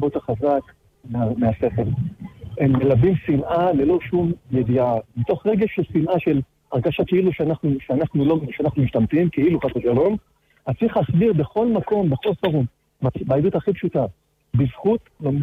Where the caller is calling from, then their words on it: Petah Tikva, Central District, Israel; פתח תקווה.